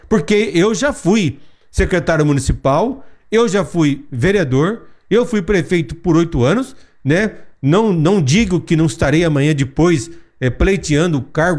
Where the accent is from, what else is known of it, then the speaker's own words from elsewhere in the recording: Brazil; nós somos brasileiros e gostamos muito de futebol